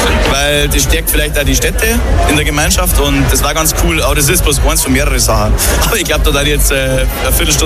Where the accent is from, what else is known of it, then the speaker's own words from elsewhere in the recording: Mainburg, Bavaria, Germany; ich komme ja aus Mainburg